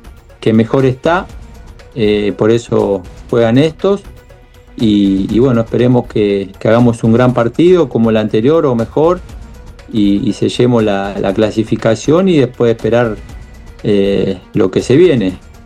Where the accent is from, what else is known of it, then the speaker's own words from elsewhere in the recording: Argentina; nosotros que somos argentinos